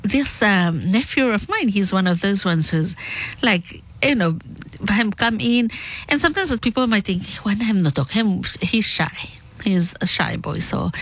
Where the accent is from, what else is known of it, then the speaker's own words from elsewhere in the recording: Rennell and Bellona, Solomon Islands; I might be from Renal Bellona. I might be a Polynesian, but my passport stated that I am a Melanesian because me come from the Solomon Islands.